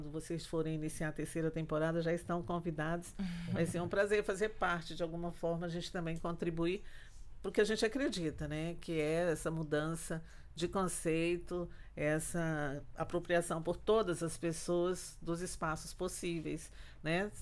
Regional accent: Brasília, Federal District, Brazil

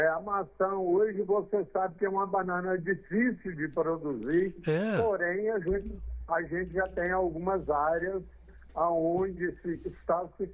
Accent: São Gotardo, Minas Gerais, Brazil; moved away as an adult; now in Bahia, Brazil; você já disse, eu sou mineiro da cidade de São Gotardo, lá no estado de Minas, e vim parar na Bahia dia 5 de agosto de 2005, portanto, dia 5 de agosto agora completa 21 anos.

